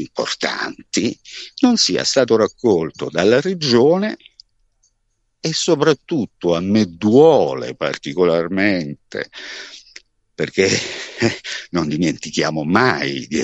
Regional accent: Taranto, Apulia, Italy; born there; now in Teramo, Italy; sono tarantino di nascita

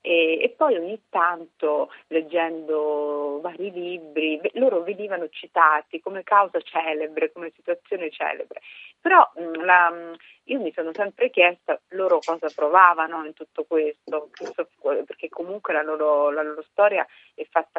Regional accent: Brescia, Lombardy, Italy; perché io sono bresciana e quindi è una cosa che abbiamo sentito molto.

